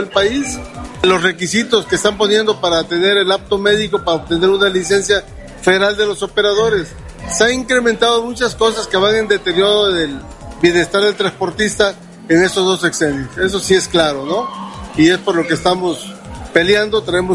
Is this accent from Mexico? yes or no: yes; Mexico